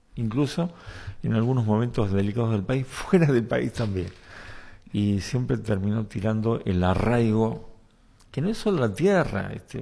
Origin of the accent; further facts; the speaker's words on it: Santiago del Estero, Argentina; also born or lived in Buenos Aires; Yo no nací en Santiago del Estero. Pero soy santiagueño. Me siento orgulloso porque es una heredad, esto me lo dejaron mis padres, que eran santiagueños.